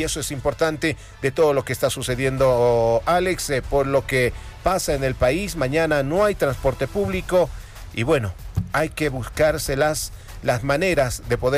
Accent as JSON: {"language": "Spanish", "country": "Bolivia", "said": "somos bolivianos, no somos de otro país, somos bolivianos"}